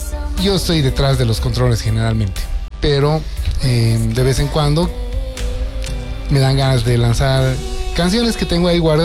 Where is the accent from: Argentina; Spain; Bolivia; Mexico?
Bolivia; Oruro; now in La Paz, Bolivia; Yo soy orureño, pero yo me he venido a La Paz corriendo en los 90s, porque aquí es donde pasaba absolutamente todo, y sigue pasando absolutamente todo